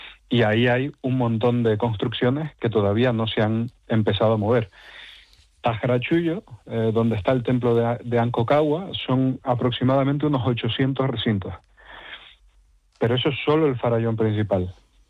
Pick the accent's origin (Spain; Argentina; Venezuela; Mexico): Spain; Canary Islands; Bueno, soy canario, o sea, que subimos y bajamos todos los días a la montaña. Las islas son muy, muy escarpadas y yo vivo en Tenerife, tenemos el Teide, son casi 4.000 metros.